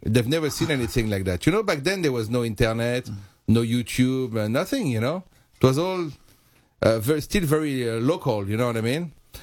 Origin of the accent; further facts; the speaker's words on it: Fontainebleau, Île-de-France, France; moved away as an adult; now in New York City, United States; I grew up in Fontainebleau, and Fontainebleau is like where … was based.